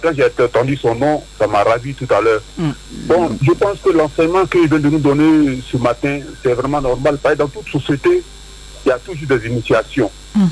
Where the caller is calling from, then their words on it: Daloa, Haut-Sassandra, Côte d’Ivoire; De Daloa, du diocèse Daloa.